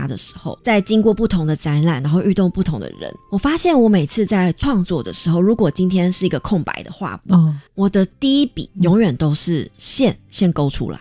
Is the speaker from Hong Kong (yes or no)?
no; Taiwan; born there; also born or lived in United States; 我在台湾虽然出生在美国，学习的很长一段时间是台湾，然后我家人也是台湾，在台湾土生土长的台湾人